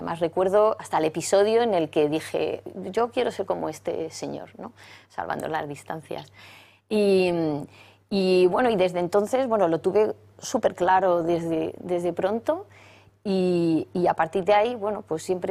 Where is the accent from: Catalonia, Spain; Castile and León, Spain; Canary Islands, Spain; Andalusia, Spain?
Castile and León, Spain; Segovia; somos una familia de Segovia pues muy normal, muy, uh-huh, muy estándar. Soy la segunda de 4 hermanos.